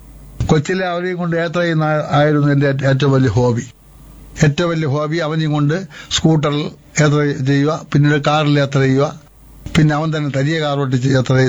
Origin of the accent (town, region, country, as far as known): Vellanad, Kerala, India